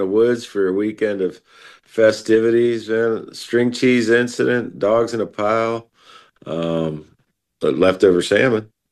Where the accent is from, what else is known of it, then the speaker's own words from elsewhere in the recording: Pittsburgh, Pennsylvania, United States; I still haven't, but Pittsburgh is